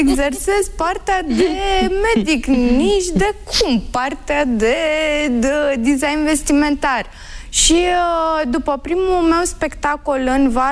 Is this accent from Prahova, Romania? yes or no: yes; Aluniș, Prahova, Romania; moved away as an adult; erau foarte puține mașini în copilăria mea în Alunii și e un sat mioritic, un sat care își mai păstrează încă atmosfera aceea.